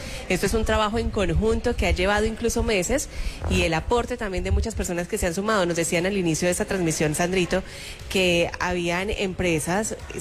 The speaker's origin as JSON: {"language": "Spanish", "region": "Antioquia", "country": "Colombia", "said": "si hay algo que nos identifica como paisas y como colombianos, es que nos apoyamos unos a otros."}